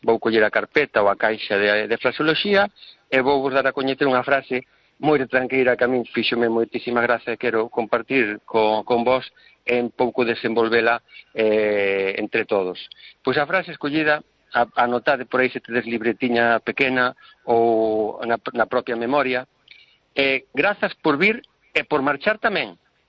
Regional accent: Galicia, Spain; E como galego consideramos que é de moito valor, pois evidentemente está nesa arca.

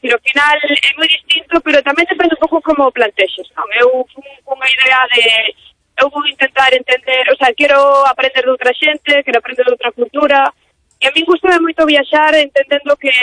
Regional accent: Galicia, Spain; also born or lived in Japan; E ao mesmo tempo son galega, non?

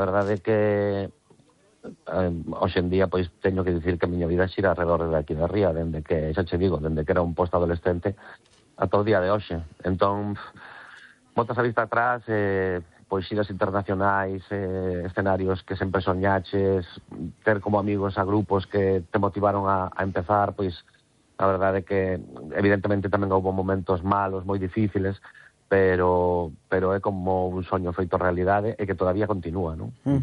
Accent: Galicia, Spain; Entendía que seríamos vascos, pero nada máis, no, somos galegos 100%.

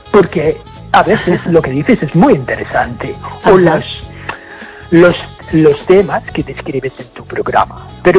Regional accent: Ireland; first language English; Spanish is a second language; Yo soy irlandés y te prometo que cuando hablo en inglés hablo bastante más rápido que cuando hablo en español, porque obviamente mi español no es tan fluido como mi inglés.

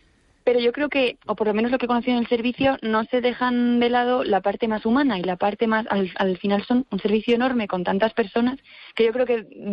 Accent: Madrid, Community of Madrid, Spain; moved away as an adult; now in Galicia, Spain; he estudiado en Madrid, he vivido en Madrid toda mi vida

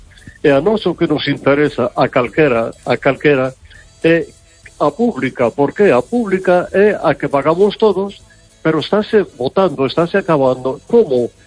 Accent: Vigo, Galicia, Spain

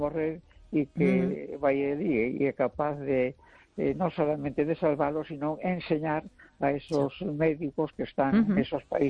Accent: Galicia, Spain; hai que telo en conta e que importante para, bueno, pois para nós como galegos

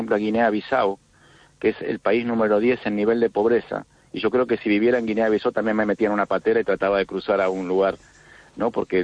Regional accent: Argentina; now in Spain; Soy de Argentina y vivo en España, soy español, pero bueno, también un poco argentino, o soy de los dos lados, ¿no?

